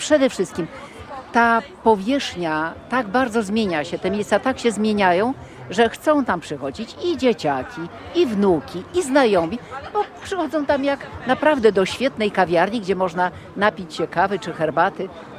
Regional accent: Gdańsk, Pomeranian Voivodeship, Poland; now in Warsaw (Wilanów), Poland; jestem gdańszczanką

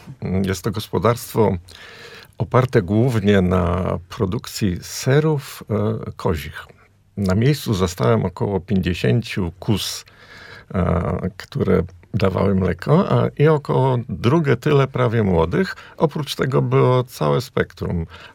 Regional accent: Bydgoszcz, Kuyavian-Pomeranian Voivodeship, Poland; ja pochodzę z Bydgoszczy, mieszkał 25 km od Bydgoszczy

